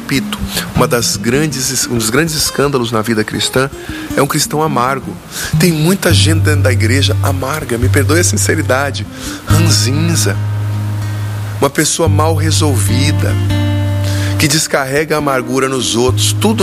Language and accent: Portuguese; Paraná, Brazil; born there; moved away; lá na minha cidade, no Paraná